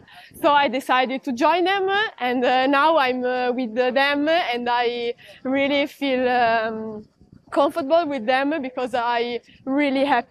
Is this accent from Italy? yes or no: yes; Italy; I'm from Italy and I'm 19 years old.